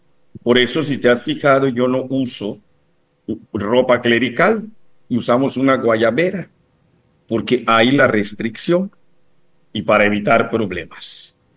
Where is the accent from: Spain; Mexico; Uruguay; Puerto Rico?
Mexico; born there; Nací en México y, pues, desde mis tatarabuelos, todos, hasta donde sabemos, somos mexicanos, ¿verdad?